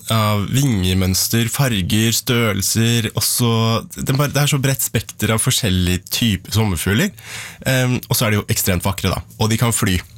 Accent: Lillehammer, Innlandet, Norway; Jeg er fra Lillehammer, så man blir egentlig født med ski på bena

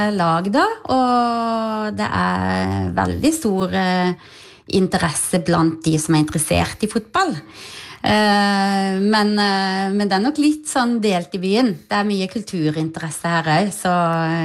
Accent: Vennesla, Agder, Norway; now in Notodden, Norway; Jeg fra Vennesla i Agder, så ja, men, jeg er fra et lidested

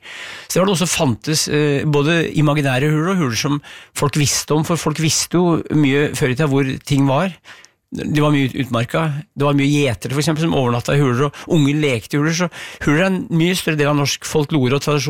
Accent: Brumunddal, Innlandet, Norway; men jeg vokste opp på jobb og mye på fabrikk i oppveksten i Brumunddal.

